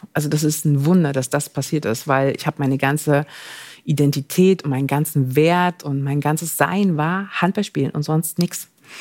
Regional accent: East Germany, Germany; moved away as an adult; Ich komme aus dem Osten.

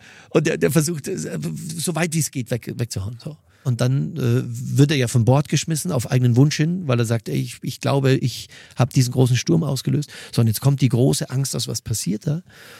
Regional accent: Mühldorf am Inn, Bavaria, Germany

